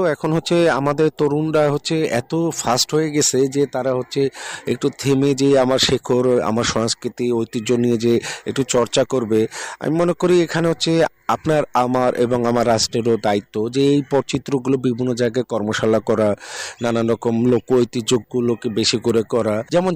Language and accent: Bangla; Parbatipur, Rangpur Division, Bangladesh; আমার জন্ম পার্বতীপুর দিনাজপুরে। গ্রামীণ বলয়ে আমার বেড়ে ওঠা।